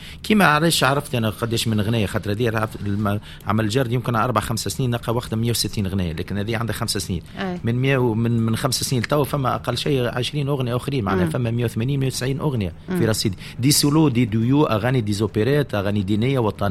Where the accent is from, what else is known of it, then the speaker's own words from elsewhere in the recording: Tunisia; أنا فنان تونسي